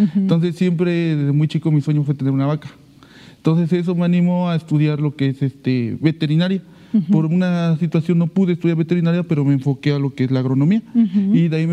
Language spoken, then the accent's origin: Spanish; Xalapa, Veracruz, Mexico; De aquí de Jalapa, ¿verdad?